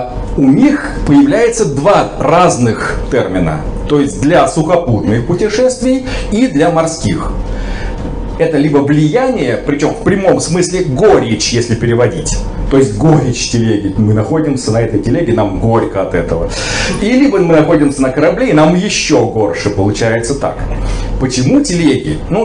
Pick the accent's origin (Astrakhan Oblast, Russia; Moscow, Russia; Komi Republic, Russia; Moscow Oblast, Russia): Astrakhan Oblast, Russia; Astrakhan; я из Астраханской области, я из Астрахани точнее